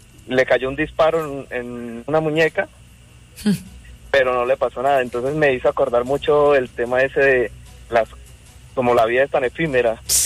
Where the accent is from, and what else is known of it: Bucaramanga, Santander, Colombia; moved away